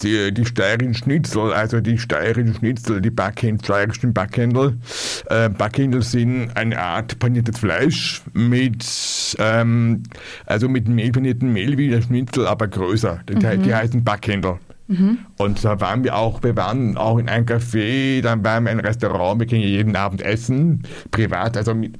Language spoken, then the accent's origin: German; Italy; Ich bin Italiener.